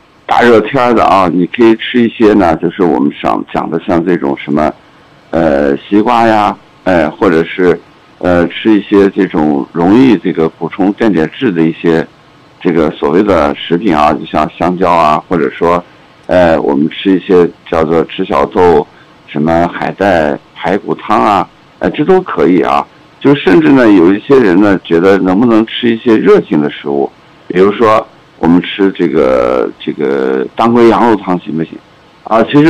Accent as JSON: {"language": "Chinese", "region": "Xinjiang", "country": "China"}